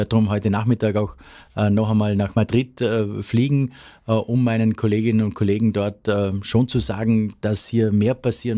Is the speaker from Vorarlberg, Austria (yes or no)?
yes; Höchst, Vorarlberg, Austria; halber Schweizer würde ich nicht sagen, aber natürlich kenne ich die Schweiz gut, weil ich eben an der G